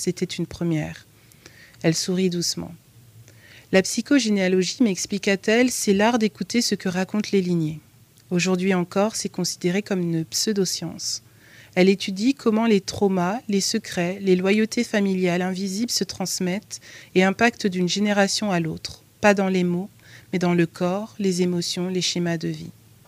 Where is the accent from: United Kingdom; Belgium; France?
France; born there; also born or lived in Congo; arrivé en France très très jeune, comme moi.